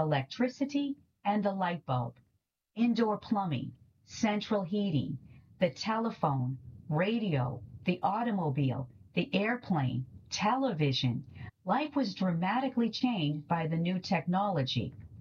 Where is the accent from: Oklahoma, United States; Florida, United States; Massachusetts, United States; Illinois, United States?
Massachusetts, United States; Athol; also born or lived in New Haven; now in Newburyport, United States; I was born in 1943 in New Haven in the midst of World War II, while my father was undergoing U.S. Navy training at Yale University. I grew up in Athol and eventually settled in Newburyport, where we've lived for the past 53 years.